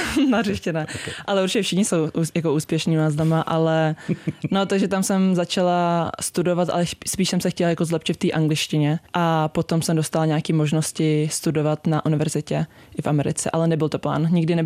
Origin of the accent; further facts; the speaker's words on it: Prague, Czechia; Jsem z Prahy, takže